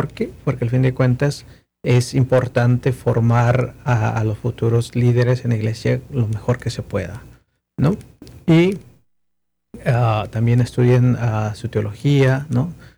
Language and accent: Spanish; Mexico; now in United States; Yo, que soy el único mexicano que entré aquí, y por supuesto americano.